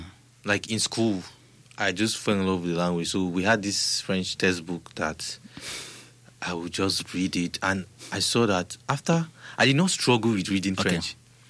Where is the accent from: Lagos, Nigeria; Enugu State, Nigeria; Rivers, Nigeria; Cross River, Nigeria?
Enugu State, Nigeria; first language Igbo; English is a second language; now in Scotland, United Kingdom; sing in English, rap in English. And then the pidgin, the Nigerian pidgin, I do that as well. And then in Igbo too, that's my native, because I'm from Nigeria, Enugu State.